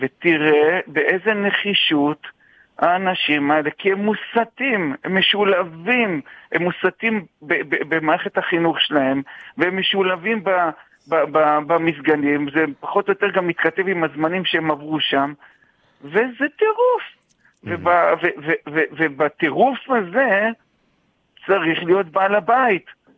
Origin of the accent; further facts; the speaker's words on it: Jerusalem, Jerusalem District, Israel; גדלתי בגבעת מרדכי בירושלים.